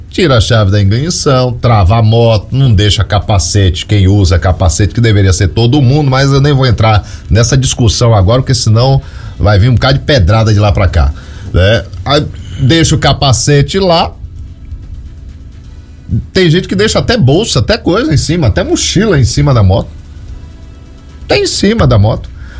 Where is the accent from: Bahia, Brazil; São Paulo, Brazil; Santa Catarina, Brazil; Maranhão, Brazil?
Bahia, Brazil; Feira de Santana; moved away; also born or lived in Jequié; minha cidade, Natal, Feira de Santana